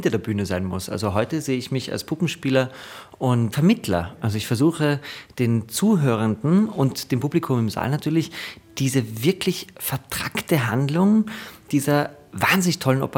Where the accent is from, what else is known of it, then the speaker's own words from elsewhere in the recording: Graz, Styria, Austria; Also wir sind beide aus Graz.